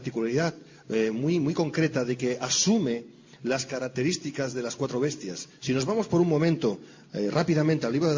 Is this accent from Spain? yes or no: yes; Spain; como español siempre estamos muy acostumbrados al tuteo, ¿verdad?